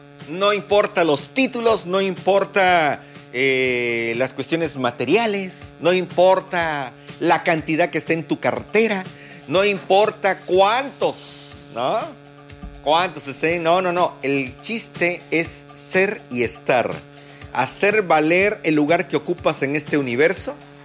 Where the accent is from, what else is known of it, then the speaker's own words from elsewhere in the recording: Mexico; somos mexicanos. Para empezar, que vivimos en este lugar bendito llamado, ¿cómo se llama? Ciudad del Carmen, Campeche, México.